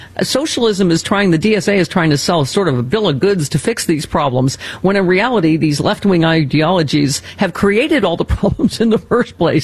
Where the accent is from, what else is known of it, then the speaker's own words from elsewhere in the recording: Buffalo, New York, United States; now in Los Angeles, United States; Well, I grew up in Buffalo. People are like, oh, you like the cold. I'm like, no. I do not. That's why I am Los Angeles.